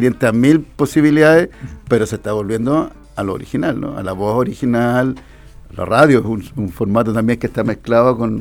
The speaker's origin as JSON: {"language": "Spanish", "town": "Santiago", "region": "Santiago Metropolitan Region", "country": "Chile", "said": "Yo soy de Santiago, pero hijo de inmigrantes. Siempre lo digo porque mi mamá es del norte, mi papá es del sur, pero se conocieron en Santiago."}